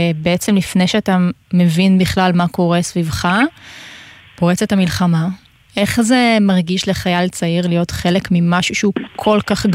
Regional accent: Ness Ziona, Central District, Israel; born or raised there

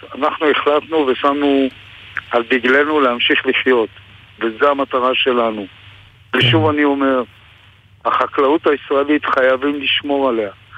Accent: Kissufim, Southern District, Israel; now in Be'eri, Israel; כי אני גדלתי בכיסופים ובאמת עברתי לבארי

